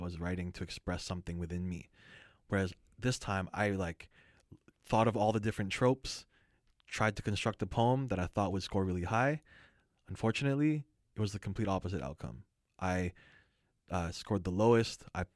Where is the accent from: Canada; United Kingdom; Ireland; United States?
Canada; Surrey, British Columbia; born or raised there; also born or lived in Vancouver